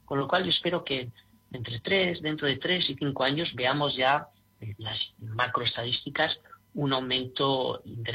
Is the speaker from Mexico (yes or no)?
no; Spain; no lo digo porque soy español